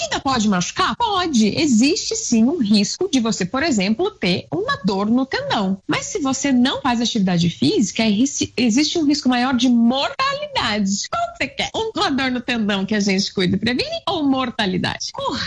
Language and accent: Portuguese; Italy